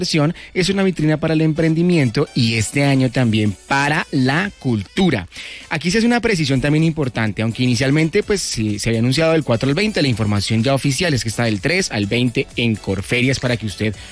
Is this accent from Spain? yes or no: no; Colombia; nos recuerdan como colombianos